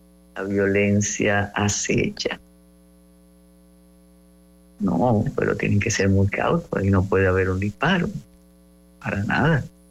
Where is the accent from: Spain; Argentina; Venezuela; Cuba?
Cuba; now in Dominican Republic; Los cubanos que vivimos en una sociedad democrática como la dominicana conocemos el valor de expresar nuestras opiniones.